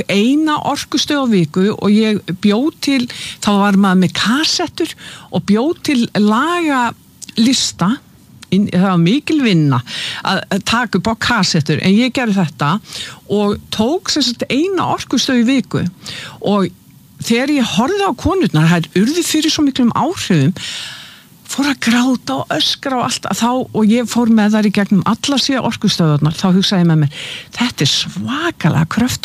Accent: Keflavík, Southern Peninsula, Iceland; ég fætt og uppalinn í Keflavík í Bíklabænum og það var ofboðslega mikið tónlist

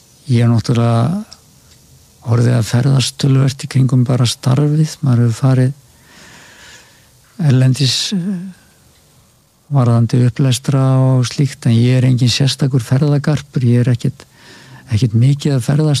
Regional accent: Eastern Region, Iceland; ég er alveg austfyrðingur. Föður fólki sem sagt að Borgarfjörð líka og svo ofan að héraði úr Hjaltastaði þingáni

